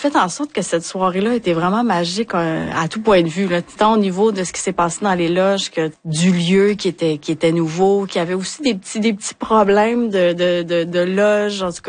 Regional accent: Hauterive, Quebec, Canada; le monde venait nous voir, je suis d'Autrive, moi

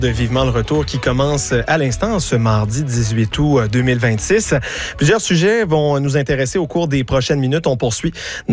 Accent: Quebec, Canada

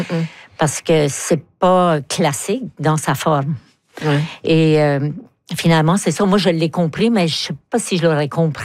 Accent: Moncton, New Brunswick, Canada; accent: Chiac; J'avais pas lu grand-chose en français parce que moi, je suis Chiac de Moncton. Donc, à l'époque, dans les années 50, on n'avait pas vraiment accès à beaucoup, beaucoup de livres francophones.

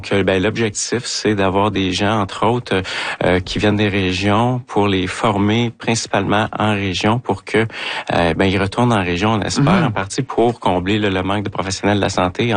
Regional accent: Quebec, Canada; je viens de l'Abitibi

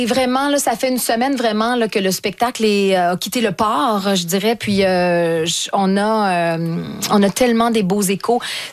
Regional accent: Quebec, Canada; accent: Québécois; Mais j'ai un fort accent québécois

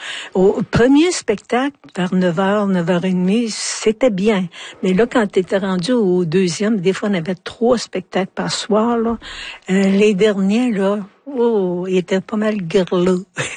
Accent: Quebec, Canada; now in Montreal, Canada; chez nous, en Abitibi, on est proche des gens. T'sais. Quand je suis arrivée à Montréal

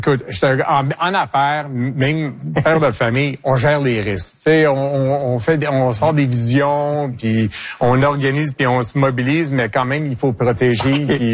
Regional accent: Quebec, Canada; Je suis fier québécois. Je suis, mais j'étais né ici. Mes parents ont été nés ici. Mes grands-parents ont été nés ici. J'étais éduqué en français.

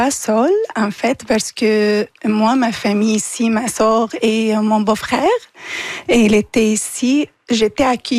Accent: Damascus, Damascus Governorate, Syria; now in Quebec, Canada; moi, je viens de Damas, une ville, elle est considérée la première ville populée dans l'histoire.

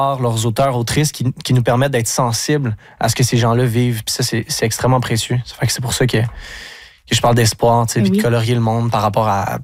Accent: Lac-aux-Sables, Quebec, Canada; je viens de Lac aux Sables, un petit village où ça peut être difficile d'être en contact avec la culture ou les arts.

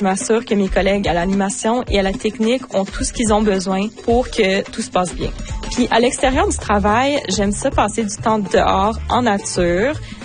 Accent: Regina, Saskatchewan, Canada; moved away as an adult; also born or lived in Ottawa / Brazil; J'ai grandi à Regina, mais j'ai quitté après le secondaire pour faire mes études d'université à Ottawa

